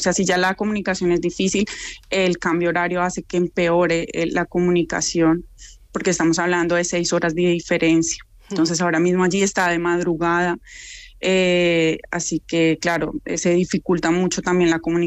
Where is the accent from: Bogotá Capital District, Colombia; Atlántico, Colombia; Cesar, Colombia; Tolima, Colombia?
Bogotá Capital District, Colombia; Bogotá; Yo, por ejemplo, pues soy de Bogotá